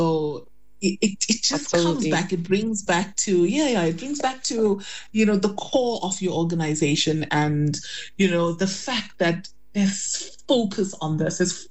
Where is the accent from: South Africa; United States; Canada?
South Africa; as a South African, you know, we make so much shukr for the small mercies from Allah.